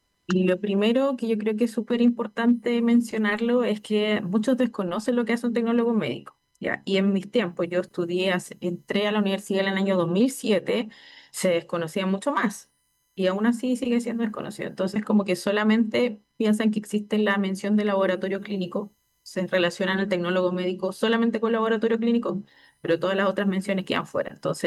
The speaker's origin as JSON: {"language": "Spanish", "area": "Chiloé", "region": "Los Lagos", "country": "Chile", "moved": "yes", "lives_now": "Puerto Montt, Chile", "said": "soy chilota de origen, pero no me alejé mucho de mi isla, así que estoy aquí cerca."}